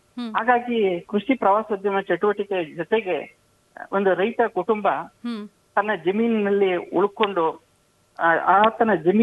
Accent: Chamarajanagar district, Karnataka, India; ಈಗ ಉದಾಹರಣೆ ನಮ್ಮ ಚಾಮರಾಜನಗರ ಜಿಲ್ಲೆಯಲ್ಲಿ

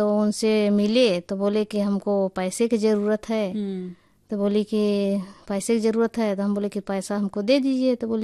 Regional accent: Sonbhadra district, Uttar Pradesh, India; ग्राम जरहा, पोस्ट जरहा, थाना बीजपुर, ब्लॉक नेवरपुर, तहसील दुद्धी, जिला सोनभद्र का मैं निवासी हूँ।

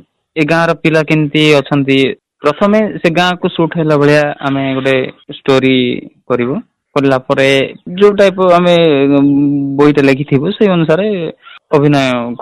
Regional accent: Chandrasundiguda, Odisha, India; ମୋ ନିଜ ଗାଁରେ ଶିଖେଇଥିଲି ଚନ୍ଦ୍ରଶୁଣ୍ଡିଗୁଡ଼ା

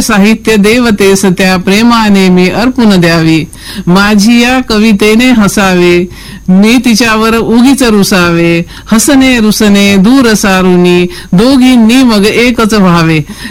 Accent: a village in Amravati district, Maharashtra, India; माझं माहेर सूर्यरंजन गाव अमरावती जिल्ह्यातलं

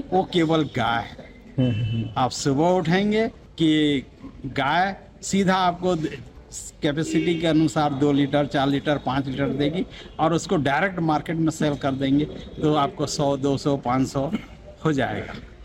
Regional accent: Mahasamund district, Chhattisgarh, India; ग्राम मिलारावत, जिला महासमुंद, छत्तीसगढ़ का रहने वाला हूँ और मैं जैविक कृषक हूँ, जैविक खेती करता हूँ पारंपरिक तरीके से और हमारे 5 पीढ़ी से वही खेती करते आ रहे हैं।

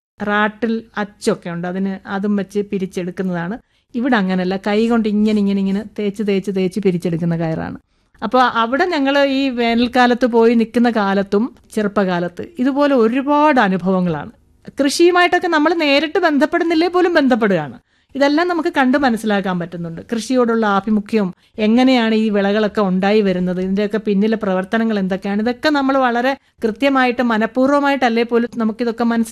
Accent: Pallana, Kerala, India; moved away as an adult; also born or lived in Punnapra, Alappuzha / Changanassery; now in Palakkad, India; ഞാൻ ജനിച്ചു വളർന്ന സ്ഥലം എന്ന് പറയുന്നത് ആലപ്പുഴ ജില്ലയിൽ കാർത്തിയപ്പള്ളി താലൂക്ക് തൃക്കുന്നപ്പുഴ പഞ്ചായത്തിൽ പല്ലന പാനൂർ.

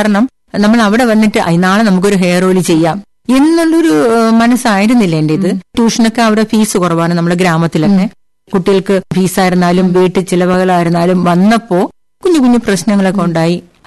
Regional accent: Thiruvananthapuram, Kerala, India; ഞാൻ പൂജപ്പുരയിലാണ് ജനിച്ചു വളർന്നത്. അച്ഛനും അമ്മയും നമ്മൾ 4 മക്കളുമായിരുന്നു.

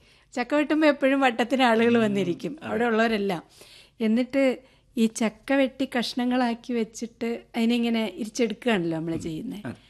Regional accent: Haripad, Kerala, India; now in Chendamangalam, North Paravur, India; ആലപ്പുഴ ജില്ലയിലെ ഹരിപ്പാടിനടുത്തുള്ള കാഞ്ഞൂരാണ് എന്റെ കൊച്ചു ഗ്രാമം.

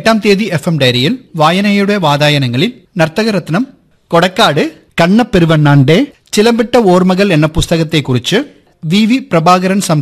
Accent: Kerala, India; ഓ, എത്ര തവണയാ ചേച്ചി ഞാൻ പറയുന്നത്, ഞാൻ മലയാളി തന്നെയാണ്.

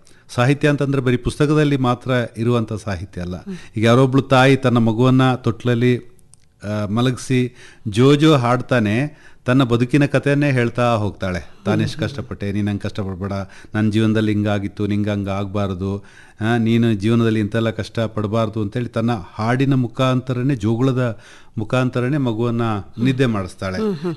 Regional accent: Koyanad, Karnataka, India; ನಮ್ಮ ಊರು ಕೊಯನಾಡಿನಲ್ಲಿ, ಅಲ್ಲೂ ಕೂಡ ನಾನು ಶಾಲೆ ಕಲಿತಾ ಇದ್ದೆ.

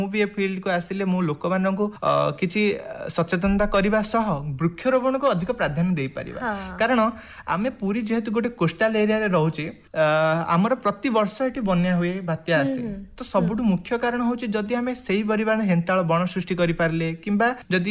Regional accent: Indipur, Odisha, India; ଦେଖନ୍ତୁ, ମୁଁ ଗୋଟେ ଛୋଟ ଗାଁରୁ ଆସିଛି, ଡେଲାଙ୍ଗର ଇନ୍ଦିପୁର ଗ୍ରାମରୁ ଆସିଛି। ତେଣୁ ଯେହେତୁ ମୁଁ କହିଛି ମୋ ସାଙ୍ଗସାଥିମାନଙ୍କଠୁ ମିଶିବା ଦିନରୁ, ମୋ ପିଲାବେଳୁ ଗଛ ପ୍ରତି ଗୋଟେ ବହୁତ ଭଲ ପାଇବା ଥାଏ।

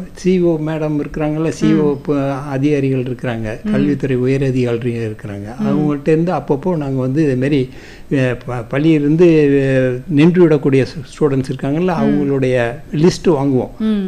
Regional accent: Karaikal, Puducherry, India; born there; நான் 1952 பிறந்தேன். 1952 முதியோர்களை கேட்டால் தெரியும், ஒரு மிகப்பெரிய புயல் அடிச்சு காரைக்காலை புரட்டி போட்டுடுச்சு.

